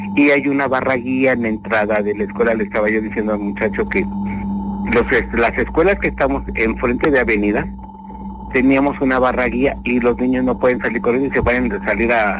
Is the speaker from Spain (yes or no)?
no; Tapachula, Chiapas, Mexico; Yo, porque soy originario de Tapachula